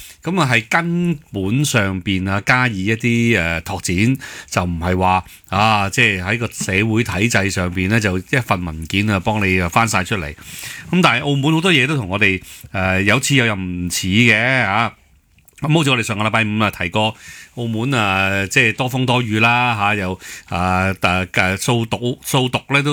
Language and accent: Cantonese; Hong Kong; 我哋香港人睇落去容易搞错啊。